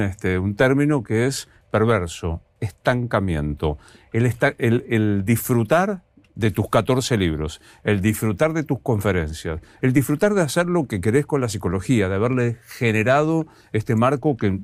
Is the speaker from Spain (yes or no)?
no; Rosario, Santa Fe, Argentina; now in Buenos Aires, Argentina; yo vengo de Rosario